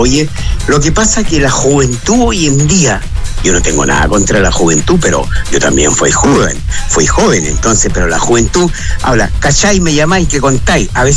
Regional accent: Tomé, Biobío, Chile; Yo cuando le decía íbamos a Concepción, porque yo soy de Tomé, íbamos a Concepción, mira amor, aquí yo trabajaba en el quinto piso en Barros Arana, en pleno centro, ¿ya?

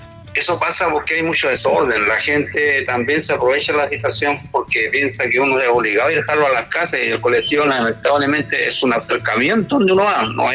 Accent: Cañete, Biobío, Chile; moved away; yo también era Cañete, y Cañete también se escucha. Cuando era chico era Cañete. Entonces, un saludo para Cañete, para mi pueblo donde yo me crié.

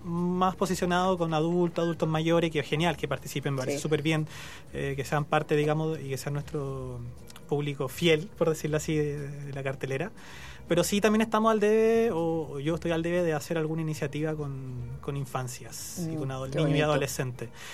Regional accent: Quillota, Valparaíso, Chile; Soy de Quillota, entonces me trié en el campo. Uh-huh. O sea, yo no me trié con mar, con playa. Me trié con el río, lo trié con Cagua.

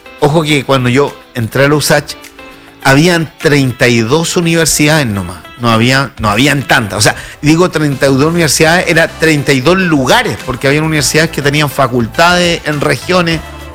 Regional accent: Chillán, Ñuble, Chile; Yo soy de Chillán y yo llegué a la universidad

